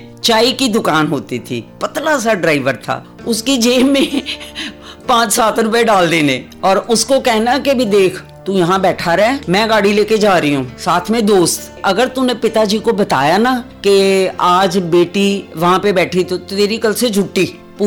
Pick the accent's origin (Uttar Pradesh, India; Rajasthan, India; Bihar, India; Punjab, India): Punjab, India; Ludhiana; मैं एक इंडस्ट्रियलिस्ट की बेटी हूँ, लुधियाना में पली बड़ी